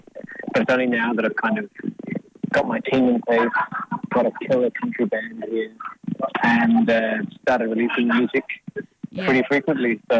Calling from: Auckland, New Zealand; I am calling you from Auckland.

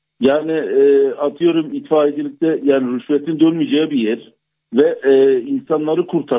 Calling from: Gaziantep, Turkey; Gastronomi şehri. Gaziantep'ten.

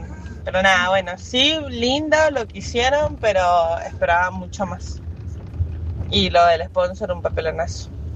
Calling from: Argentina; nos describe como argentinos

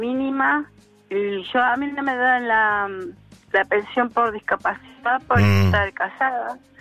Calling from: Buenos Aires, Argentina; De Soldati.

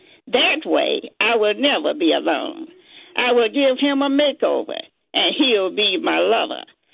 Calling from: Silver Spring, Maryland, United States; from Silver Spring, Maryland.

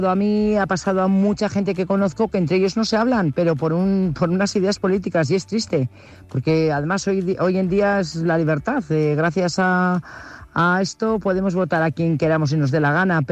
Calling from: Burgos, Castile and León, Spain; Buenas noches … corresponsal de Burgos.

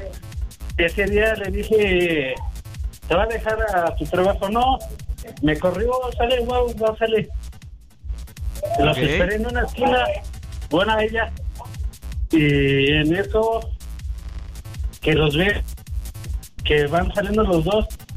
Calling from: Atizapán de Zaragoza, State of Mexico, Mexico; Hablo desde Atizapán.

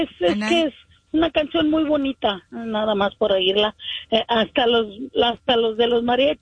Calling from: Paramount, California, United States; De aquí, de la ciudad de Paramount.

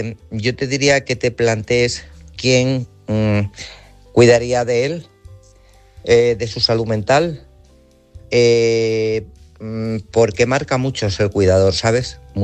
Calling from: Guadalajara, Castilla-La Mancha, Spain; Buenas noches, Álvaro, corresponsales y oyentes. … de Guadalajara.

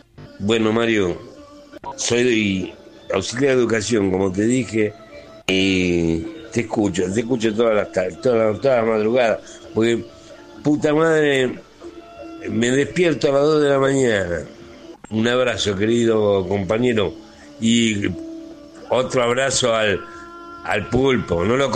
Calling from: Avellaneda, Buenos Aires Province, Argentina; de Avellaneda, 69 años, auxiliar de educación.

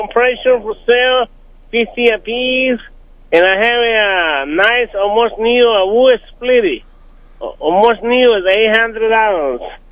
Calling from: Marshall, Missouri, United States

